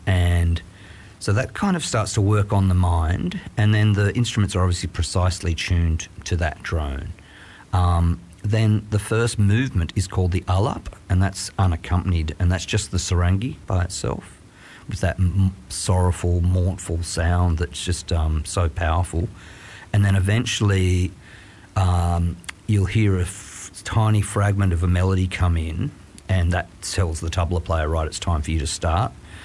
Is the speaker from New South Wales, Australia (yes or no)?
yes; Grenfell, New South Wales, Australia; now in Bathurst, Australia; I was born in Grenfell in the Central West and grew up on a sheep farm playing drums in the woolshed as a kid